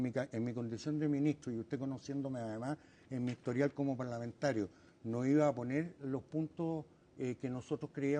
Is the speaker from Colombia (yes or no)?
no; Basque Country, Spain; Bueno, es que a mí yo soy vasco y los vascos somos buenos para discutir.